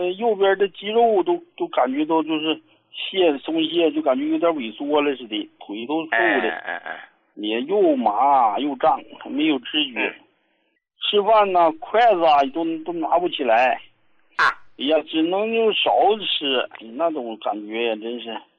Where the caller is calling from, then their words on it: Harbin, Heilongjiang, China; 我是哈尔滨的朋友。